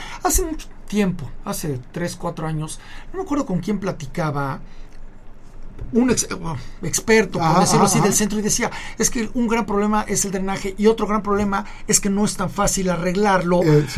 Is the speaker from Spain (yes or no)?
no; Puebla, Mexico; ya como poblanos